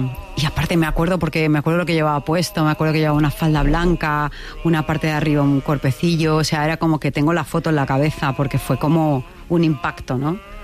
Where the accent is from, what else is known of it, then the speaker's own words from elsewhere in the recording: Balearic Islands, Spain; soy de Mallorca y bueno, no sé dónde tal.